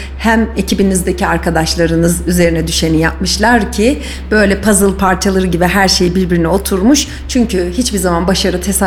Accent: Kayseri, Turkey; biz bile bir Kayserili olarak

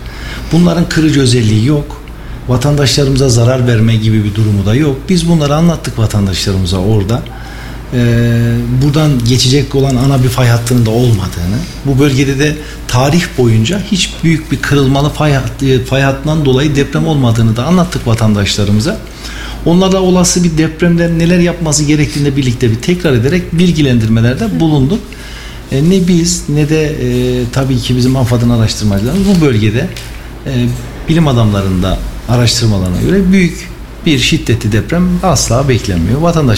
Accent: Kayseri, Turkey; born there; 1971 Kayseri doğumluyum. 3 kız babasıyım.

